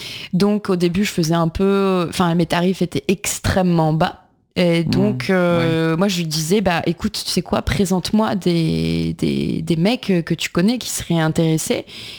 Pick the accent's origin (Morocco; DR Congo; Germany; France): France; Marseille, Provence-Alpes-Côte d'Azur; moved away; enfin je venais de Marseille moi, donc je débarquais à Paris